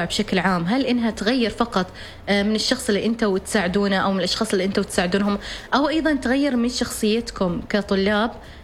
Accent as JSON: {"language": "Arabic", "country": "Oman", "said": "نحن كشباب عمانيين"}